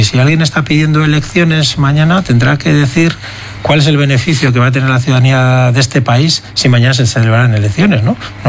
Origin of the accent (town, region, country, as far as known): Basque Country, Spain